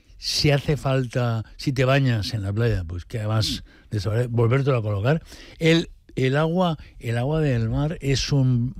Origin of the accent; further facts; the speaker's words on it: Almàssera, Valencian Community, Spain; Nosaltres venim d'Almàssera